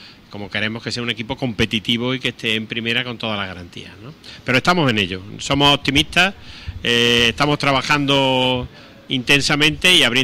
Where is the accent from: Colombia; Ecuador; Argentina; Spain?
Spain; Córdoba, Andalusia; todos los que estamos en este mundillo y somos de Córdoba